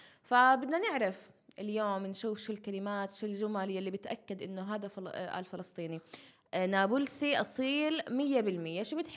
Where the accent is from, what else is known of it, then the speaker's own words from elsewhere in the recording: Nablus, Nablus Governorate, Palestine; accent: Nablusi; خلص هاي بتحسوها متعلقه تراث عندنا بنابلس.